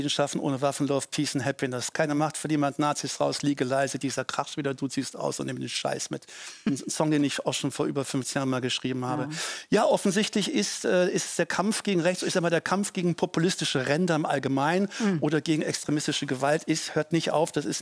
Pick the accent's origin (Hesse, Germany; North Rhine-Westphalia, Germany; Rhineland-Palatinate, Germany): North Rhine-Westphalia, Germany; da in Ostwestfalen, wo ich groß geworden bin, da hat dann schon die SPD hier und damals Straßen- und Kinderfeste gemacht